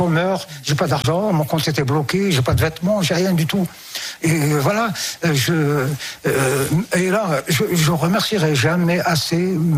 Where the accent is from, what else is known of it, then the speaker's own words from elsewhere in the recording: France; Non, je suis Français. Point.